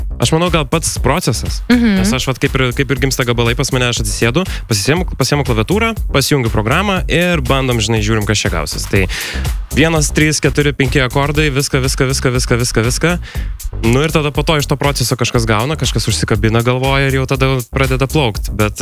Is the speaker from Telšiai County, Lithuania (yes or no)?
no; Šeduva, Šiauliai County, Lithuania; Aš jau esu iš Šeduvos.